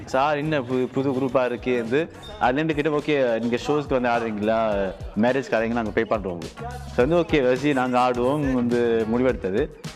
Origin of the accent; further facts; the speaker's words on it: France; ஒரு ஃப்ரெஞ்ச் குடிமகனாக நோபலாக வளர்ந்தோம்.